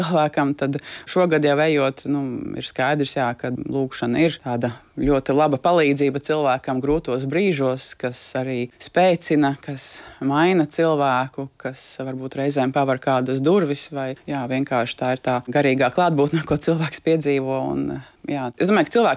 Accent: Riga, Latvia; ko mēs arī kā rīdzinieki reizēm ļoti novērtējam

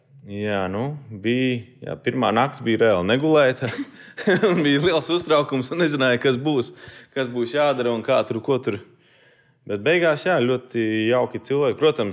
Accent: Malnava, Latgale, Latvia; now in Riga, Latvia; Jā, es nāku no Latgales, no Malnavas. Mana mamma arī gatavo un uzņem viesus.

